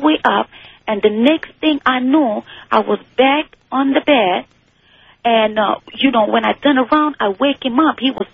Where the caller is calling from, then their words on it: Missouri, United States; I'm calling from Missouri.